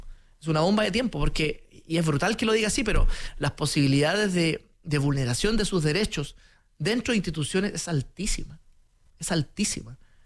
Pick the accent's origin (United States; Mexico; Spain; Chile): Chile; nuestra identidad como chilenos